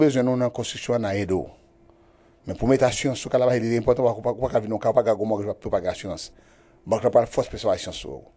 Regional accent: Haiti; Moi, je suis haïtien, supporter la côte, mais si je n'ai pas haïtien, je n'ai toujours rien. Moi-même, je suis haïtien, 100%.

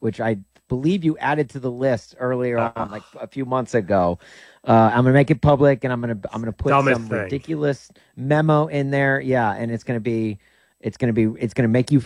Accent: Chicago, Illinois, United States; I'm coming from Chicago, so we don't put ketchup on our hot dog, just mustard.

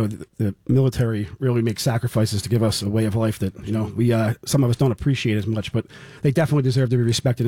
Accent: Philadelphia, Pennsylvania, United States; I was born and raised in Philly.

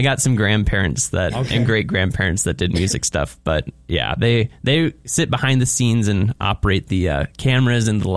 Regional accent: Fargo, North Dakota, United States; Originally from Fargo, Moorhead.

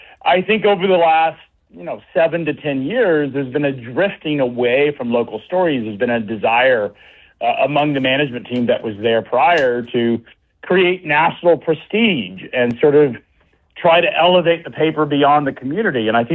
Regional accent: Chattanooga, Tennessee, United States; I grew up in Chattanooga. I raised my family in Chattanooga. I've got five kids that my wife and I raise here. Grew up, born in 1979, 47 years old.

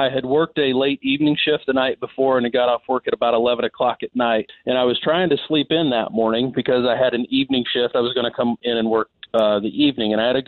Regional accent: Attica, Indiana, United States; now in Indianapolis, United States; I grew up in West Central Indiana in a town called Attica, Indiana.

